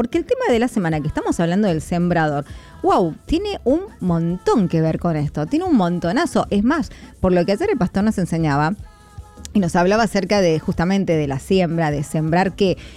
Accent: Argentina; nosotros como argentinos

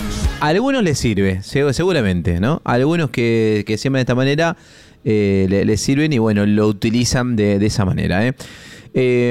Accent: Argentina; nosotros que somos argentinos

